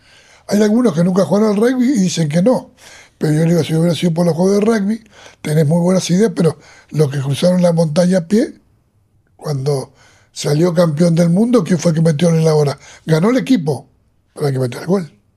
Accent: Uruguay; yo soy uruguayo.

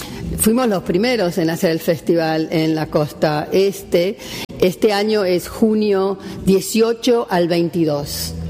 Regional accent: Argentina; now in Boston, United States; soy de Argentina.

